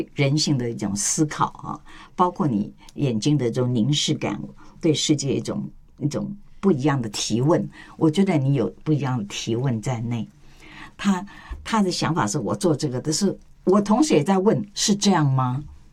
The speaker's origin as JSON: {"language": "Chinese", "country": "Taiwan", "said": "是就不能像我们台湾人说啊，边行边看啦。"}